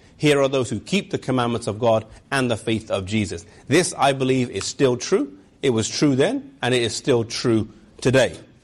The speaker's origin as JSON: {"language": "English", "region": "England", "country": "United Kingdom", "moved": "yes", "said": "Now, I come from England."}